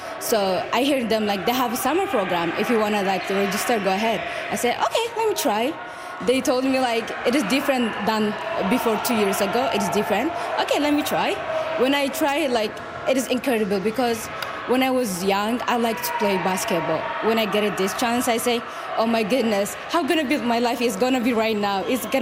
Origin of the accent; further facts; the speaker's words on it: Eritrea; also born or lived in Sudan; now in Canada; I'm from Eritrea. I'm 20 years old. Before I came to Canada, I was in Eritrea, and then when I moved in Sudan, in refugee camp, I lived there like for 5 years.